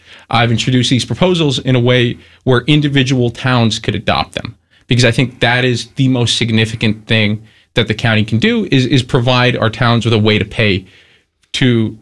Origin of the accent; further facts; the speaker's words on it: Massachusetts, United States; The short answer, I'm born and raised on the Cape. I live on the Cape.